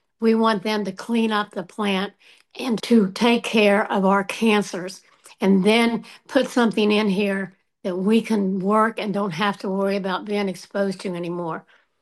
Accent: Appalachia, United States; We're good workers. That's all we know. We're Appalachian people, and we work and we take care of our own.

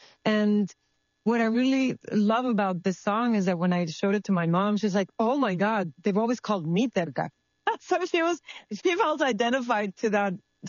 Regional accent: Tijuana, Baja California, Mexico; In my family, Mexico was a big miss. We didn't have a cotidiana with Mexico City. We had a cotidiana with San Diego. We grew up with American television, American radio.

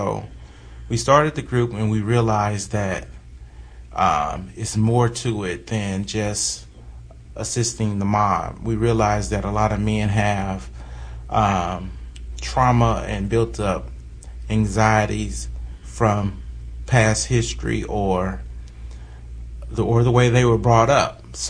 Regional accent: Kansas City, Kansas, United States; Yes, I'm from Wyandotte County. I was born and raised in Wyandotte County. I left and served in the military, and I've been back in Wyandotte County ever since, 97.

